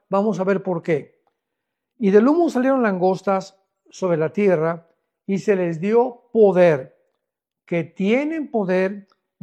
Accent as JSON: {"language": "Spanish", "town": "Acapulco", "region": "Guerrero", "country": "Mexico", "tie": "born or raised there", "moved": "yes", "said": "cuando vivía muchos años, nosotros fuimos criados en Acapulco, Guerrero. Casi toda la primaria la hice allí en una escuela en Acapulco, Guerrero."}